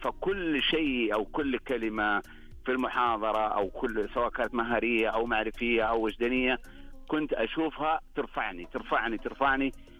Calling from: Al Wajh, Tabuk Province, Saudi Arabia; من محافظة الوجه

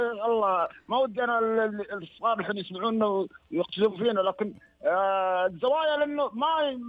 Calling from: Dammam, Eastern Province, Saudi Arabia; من الدمام.

